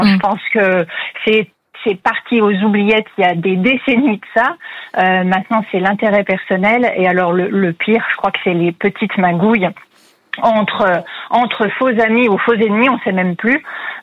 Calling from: Bourgogne-Franche-Comté, France; De près de Mâcon.

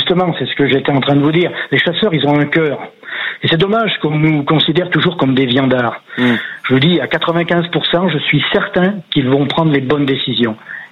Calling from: Auvergne-Rhône-Alpes, France; Alors je vous appelle depuis Guillaume, dans le Puy-de-Dôme.

